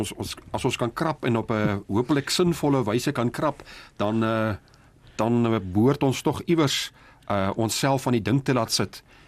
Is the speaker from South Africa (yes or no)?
no; Namibia; my en jou ouderdom, weet van die burgeroorlog waarin ons groot geword het in Namibië.